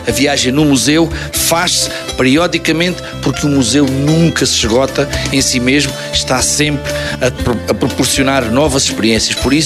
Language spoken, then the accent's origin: Portuguese; Arronches, Alentejo, Portugal; born there; começarmos a chegar à vila de onde eu nasci, em Ronches